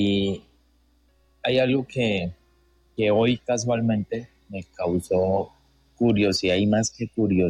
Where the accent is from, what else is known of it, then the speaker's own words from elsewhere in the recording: Casanare, Colombia; now in Funza, Colombia; Yo desde niño, yo soy oriundo del Casanare.